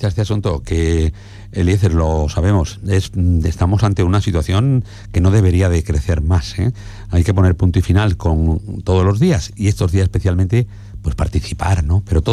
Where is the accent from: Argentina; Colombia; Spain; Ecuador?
Spain; Extremadura; born there; de un embalse de mi pueblo de nacencia, ¿no?